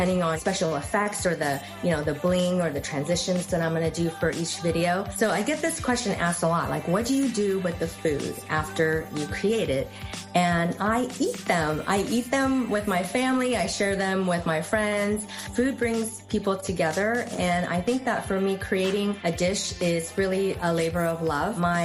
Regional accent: California, United States; I'm from California, so my favorite season is award season.

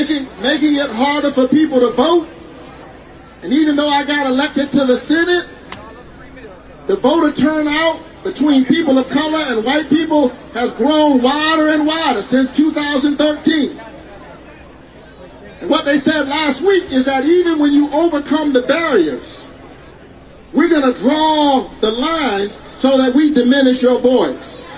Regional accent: Savannah, Georgia, United States; I grew up in Savannah

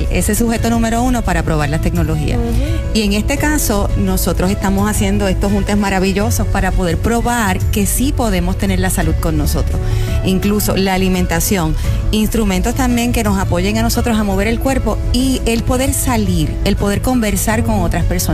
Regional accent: Puerto Rico

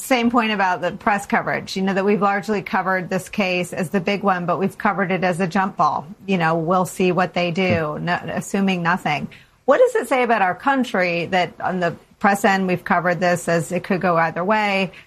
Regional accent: United States; born there; I'm a proud son of immigrants. I was born in the United States. I'm a proud citizen of the United States

